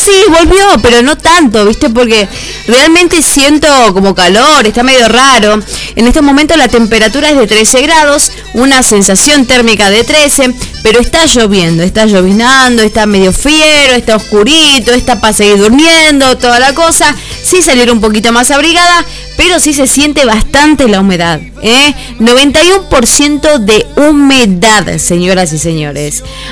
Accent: Argentina; con el corazón en Argentina, porque somos argentinos

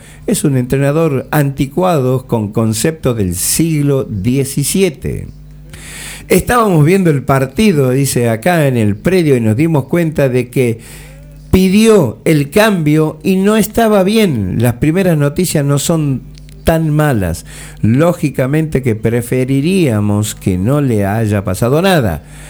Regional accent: Argentina

